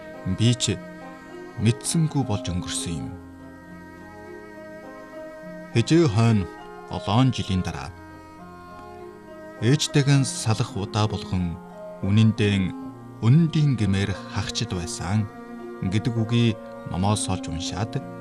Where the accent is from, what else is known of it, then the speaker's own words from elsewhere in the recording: Inner Mongolia, China; moved away as an adult; Их сургуультан анх очиход та аль нутгийнх билээ гэж хамт сурагчид асуув. Өвөр Монголоо гэж хариулахад юугаар ирэв гэнэ.